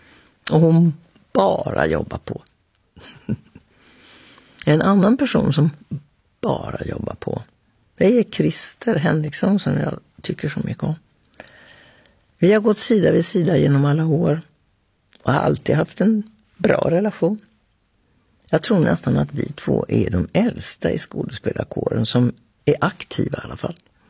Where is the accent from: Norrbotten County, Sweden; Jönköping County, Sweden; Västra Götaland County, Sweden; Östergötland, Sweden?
Östergötland, Sweden; Linköping; Jag är från Linköping, han från Grisslehamn.